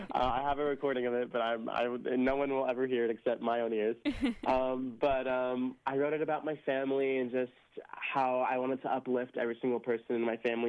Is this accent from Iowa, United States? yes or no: no; San Diego, California, United States; I grew up on a lot of different genres of music. I'm from San Diego, California, so we're blasting R&B down here, reggae, rock, everything under the sun.